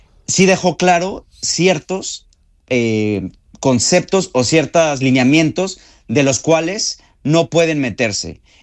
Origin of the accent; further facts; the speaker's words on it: Mexico; Hasta me pone, pues como mexicano, me llena de orgullo